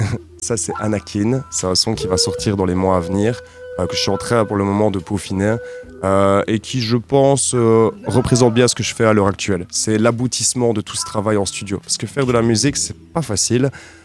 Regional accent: Spa, Wallonia, Belgium; Je suis originaire de Spa, oui.

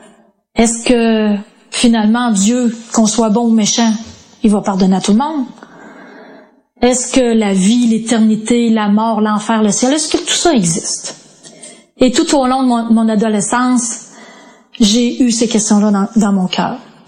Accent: Quebec City, Quebec, Canada; born there; Moi, je suis née à Québec, dans une famille assez à l'aise, composée de 3 enfants.

